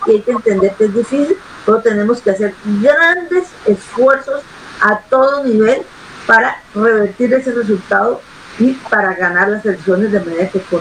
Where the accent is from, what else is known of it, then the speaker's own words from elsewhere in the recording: Colombia; tenemos como colombianos la responsabilidad con Colombia y con América Latina